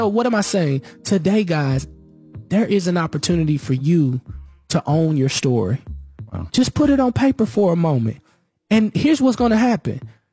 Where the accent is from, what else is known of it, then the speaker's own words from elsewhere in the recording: St. Louis, Missouri, United States; I come from St. Louis, Missouri, and I still have friends with names like No Sage, Old Maze, and Scarecrow